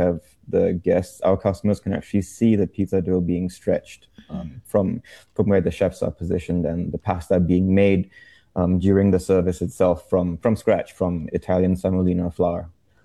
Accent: Singapore; because I grew up around Holland Village back in those days, anyway, like many years ago.

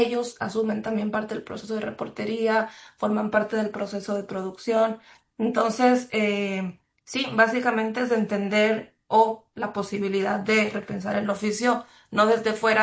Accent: Ecuador; Recordemos que yo vengo de Ecuador. Ecuador es un lugar en donde mucha de la información, así como sucede en otras zonas de Latinoamérica, está centralizada en las grandes urbes.

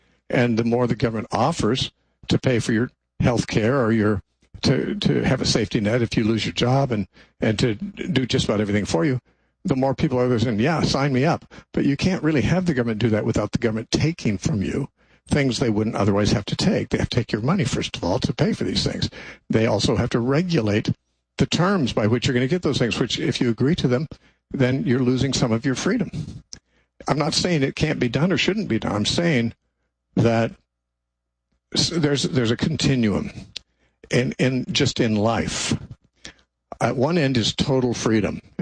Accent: United States; as a Christian, and frankly, as an American too

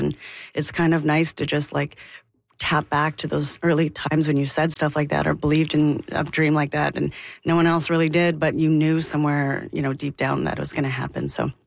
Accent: Alberta, Canada; So I think it wasn't until I got a little older, you know, growing up in Alberta in the 90s

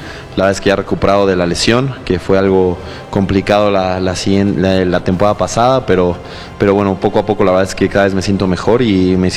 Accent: Mexico; yo siempre voy a estar como mexicano asumiendo el rol que me corresponde en mi papel

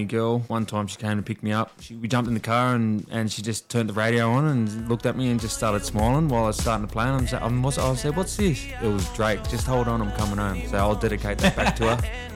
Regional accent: Maroubra, New South Wales, Australia; I'm a proud Dungari man. I grew up getting around Maruba and that. All my cousins and stuff like that are all up at Kempsey.

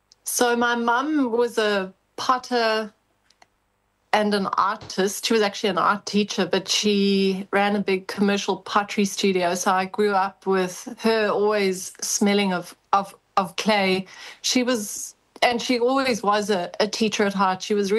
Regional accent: Johannesburg, Gauteng, South Africa; now in Kangaroo Island, Australia; So I was born in Johannesburg and grew up there.

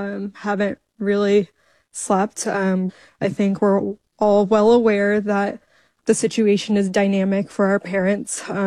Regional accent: Dallas, Texas, United States; We grew up in Dallas. They're both born in India, so they immigrated here in the 90s.

